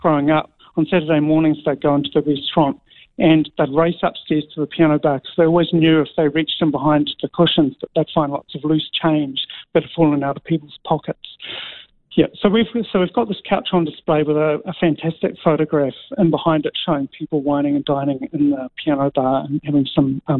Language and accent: English; Christchurch, Canterbury, New Zealand; now in Wellington, New Zealand; I came from Christchurch probably about 15 or so years ago, and it's always really struck me how multicultural Wellington is and was compared to Christchurch.